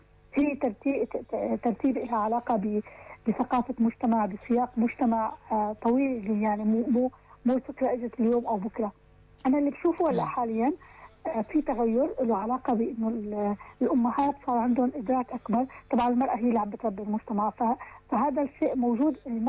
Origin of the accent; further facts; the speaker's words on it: Syria; بمجتمعنا نحن السوري